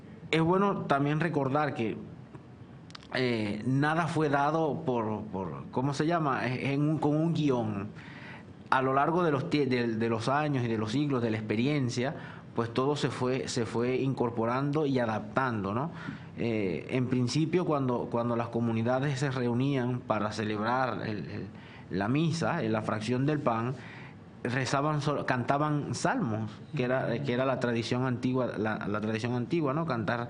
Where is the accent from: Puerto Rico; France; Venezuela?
Venezuela; Yo soy venezolano, yo no soy árabe, pero crecí en una comunidad birritual.